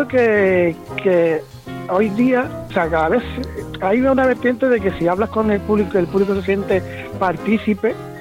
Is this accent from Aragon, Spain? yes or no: no; Jerez de la Frontera, Andalusia, Spain; also born or lived in Las Palmas de Gran Canaria; now in Canary Islands, Spain; Yo nací en Las Palmas, Gran Canaria, en la clínica del Pino, el día de Santa Rita. O sea, se puede ser más canario. Lo que pasa es que mi padre era de Cádiz y me crié en Jerez. Pero tengo parte, de hecho mi abuelito es de la Isleta